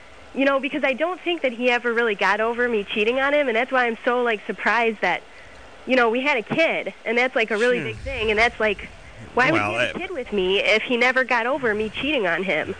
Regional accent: Ohio, United States; now in Phoenix, United States; No, I'm from

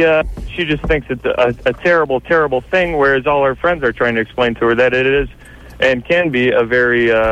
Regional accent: Michigan, United States; I'm originally from the Michigan, though.

